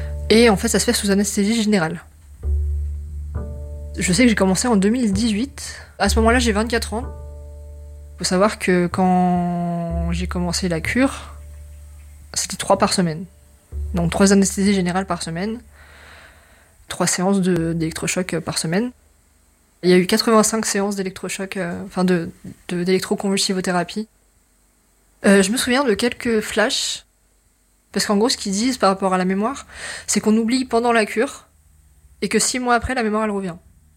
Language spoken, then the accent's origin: French; Auvergne-Rhône-Alpes, France; J'ai grandi en Haute-Savoie, disons que mon parcours n'a pas été hyper facile.